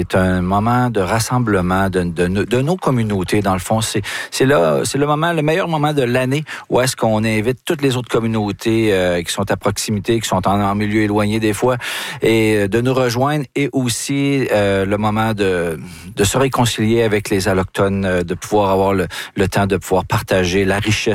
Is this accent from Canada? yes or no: yes; Wendake, Quebec, Canada; notre power chez nous à Wendake.